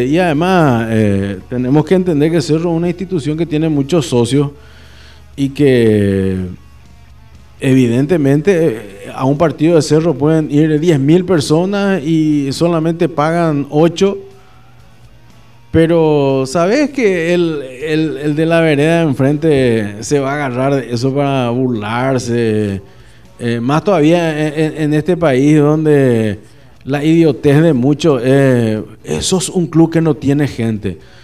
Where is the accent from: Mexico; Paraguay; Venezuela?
Paraguay